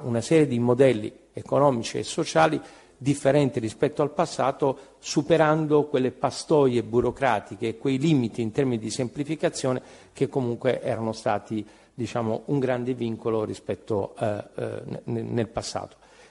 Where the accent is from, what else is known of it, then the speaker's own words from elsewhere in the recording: Apulia, Italy; moved away as an adult; now in Rome, Italy; qui in gran parte siamo meridionali, siamo pugliesi.